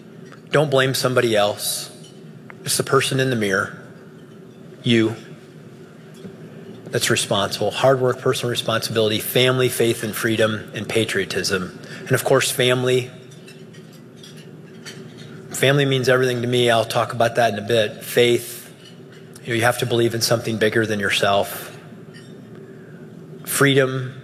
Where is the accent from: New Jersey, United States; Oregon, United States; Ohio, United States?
Ohio, United States; And I was raised on County Road J in rural Williams County. We couldn't even afford a name. We just had a letter, just County Road J.